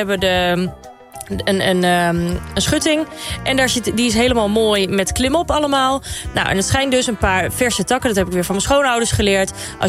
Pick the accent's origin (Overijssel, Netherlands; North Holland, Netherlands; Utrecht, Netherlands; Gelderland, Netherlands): Overijssel, Netherlands; ik kom uit Twente